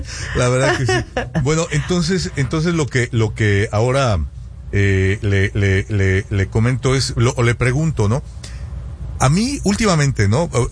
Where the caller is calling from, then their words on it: Sonora, Mexico; yo soy de Sonora y las tortillas de harina son muy populares allá